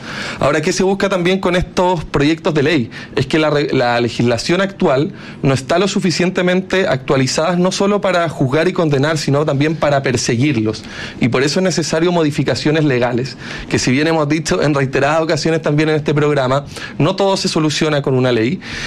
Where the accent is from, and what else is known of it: Chile